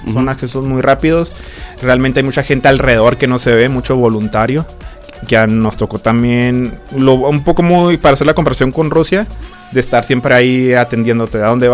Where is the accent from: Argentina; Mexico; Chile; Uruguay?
Mexico; siendo mexicano